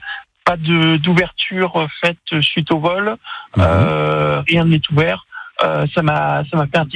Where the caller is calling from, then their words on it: Plouescat, Brittany, France; Alors, je suis sur le Finistère Nord, là, au travail, mais je viens de Plouescat.